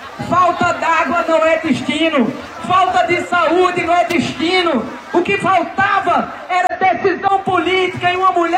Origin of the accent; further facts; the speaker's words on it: Caruaru, Pernambuco, Brazil; moved away; eu sempre me lembro daqui, de onde eu venho.